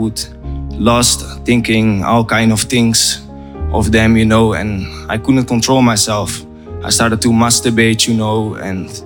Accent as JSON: {"language": "English", "country": "Netherlands", "said": "I'm coming from the Netherlands."}